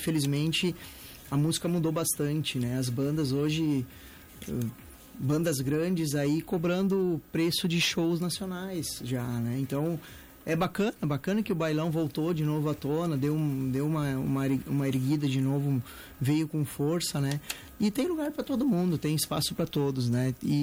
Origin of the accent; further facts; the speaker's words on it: Santa Clara do Sul, Rio Grande do Sul, Brazil; Eu sou lá de Santa Clara